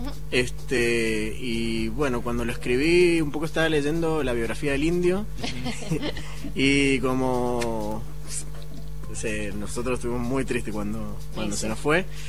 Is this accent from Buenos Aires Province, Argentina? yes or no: no; Mendoza, Argentina; Somos todos de Mendoza